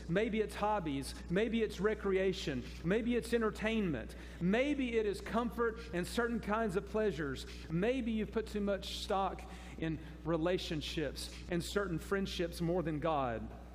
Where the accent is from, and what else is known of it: United States